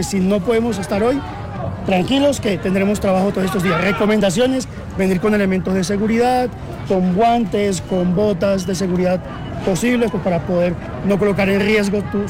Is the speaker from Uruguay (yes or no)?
no; Colombia; el gran corazón que tenemos como colombianos